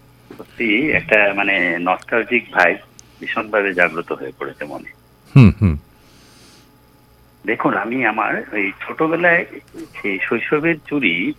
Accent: Shibnagar, India; born there; আমি তখন শিবনগর আমরা ভাড়া থাকতাম, আমি ছোট ছিলাম। আমার দাদু পূর্ববঙ্গ থেকে এসেছিল

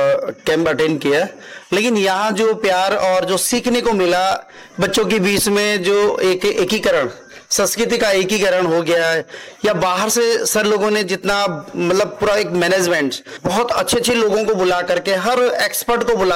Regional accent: Uttarakhand, India; मैं देवभूमि उत्तराखंड से हूँ

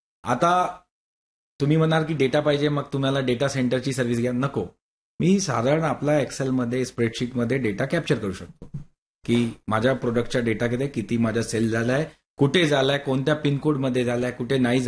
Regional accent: Varanasi, Uttar Pradesh, India; आमच्या गाव काशीमध्ये आहे

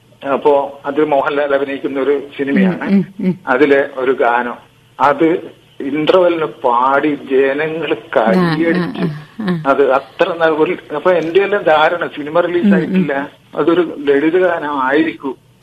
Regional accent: Kerala, India; now in Pinarayi, India; എന്റെ നാട് കൂത്തുപറമ്പിനടുത്താണ്. ഇപ്പൊ താമസിക്കുന്നതാണ് പിണറായി.

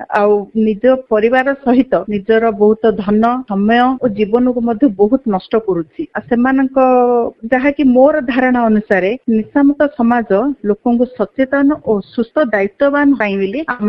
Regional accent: Jeypore, Odisha, India; ମୁଁ ଜଣେ house wife, ମୋର ଘର ଜୟପୁର।

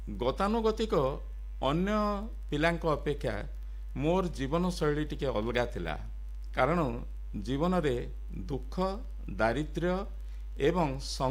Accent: Balangir, Odisha, India; born there; କାରଣ ବଲାଙ୍ଗୀରଟା ମୋ ଜନ୍ମସ୍ଥାନ ଏବଂ ବଲାଙ୍ଗୀରକୁ ମୁଁ ଅତି ନିପିଡ଼ ଅନ୍ତରଙ୍ଗ ଭାବେ ଭଲ ପାଏ।

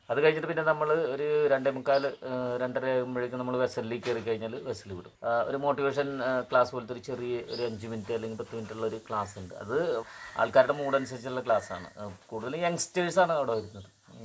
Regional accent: Ernakulam, Kerala, India; ഞാൻ എറണാകുളം തന്നെ സ്വദേശിയാണ്.

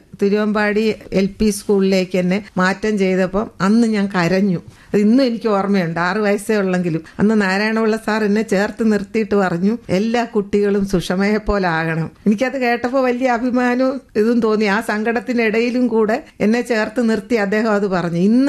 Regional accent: Pallana, Kerala, India; born there; ഒരു ഗ്രാമമാണ് പല്ലന. ആലോചിച്ചാൽ ഒരു ഗൃഹാതുരത്വം ഇപ്പോഴും തോന്നുന്ന ഒരു ഗ്രാമത്തിലെ ഒരു കൊച്ചു വീട്ടിലാണ് ഞാൻ ജനിച്ചത്.

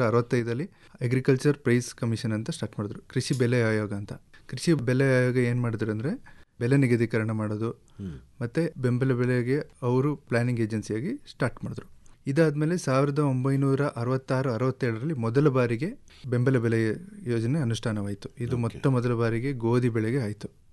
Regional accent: Ponnampet, Karnataka, India; ಕೊಡಗು ಜಿಲ್ಲೆಯಲ್ಲಿ ಪೊನ್ನಂಪೇಟೆ ಕಡೆಯವರು.

